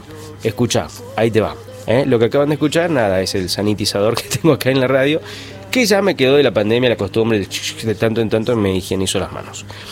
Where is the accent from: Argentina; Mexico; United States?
Argentina; Claro, somos argentinos.